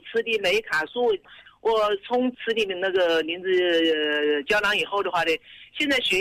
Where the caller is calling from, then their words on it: Wuhan, Hubei, China; 在桥口，在，因为我的孩子们等于说在军校里面，在军院里面，在我等于说在跟他们带小孩。